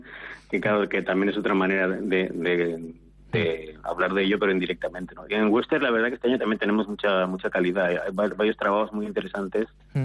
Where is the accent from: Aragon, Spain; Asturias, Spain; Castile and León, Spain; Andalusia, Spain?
Aragon, Spain; Zaragoza; yo como también en su momento pues vengo también de Zaragoza, pues hay gente que conozco tal y cual